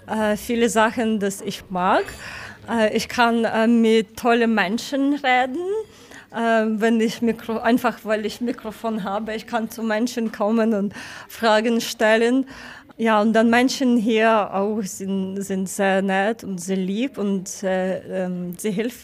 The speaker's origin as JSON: {"language": "German", "country": "Ukraine", "second_language": "German", "said": "weil ich komme nicht aus Deutschland, sondern aus der Ukraine."}